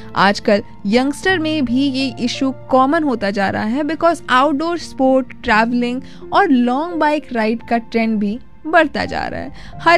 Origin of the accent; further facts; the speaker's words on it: Uttar Pradesh, India; अब भाई देखिए, हम उत्तर प्रदेश से हैं, उत्तर प्रदेश की बहुत सारी खासियत है